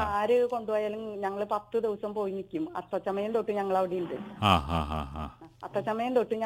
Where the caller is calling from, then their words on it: Chalakudy, Kerala, India; ചാലക്കുടി ഞങ്ങളുടെ വീട് തിരുത്തിപ്പറമ്പ് അന്നല്ലൂര് എന്ന് പറയും.